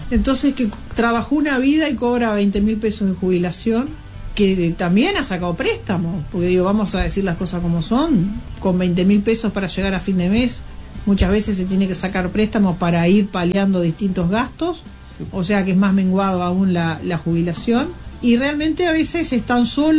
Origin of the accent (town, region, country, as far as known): Uruguay